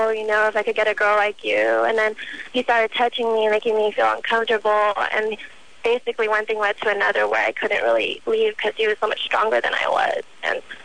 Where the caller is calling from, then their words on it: Bay Area, California, United States; I'm actually from the Bay Area.